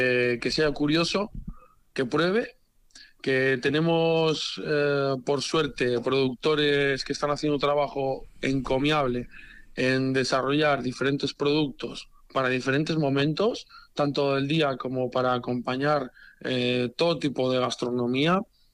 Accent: Galicia, Spain; now in Basque Country, Spain; Yo soy gallego.

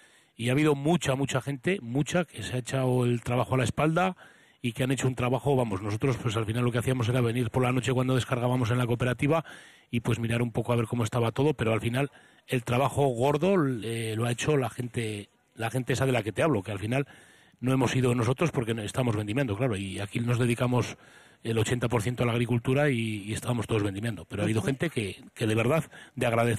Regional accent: Kripan, Basque Country, Spain; yo soy muy de Gripán

